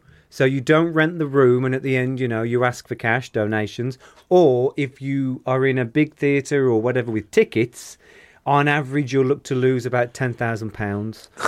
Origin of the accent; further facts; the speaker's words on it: Halesowen, West Midlands, United Kingdom; my hometown has been mentioned in Rick Mail's book.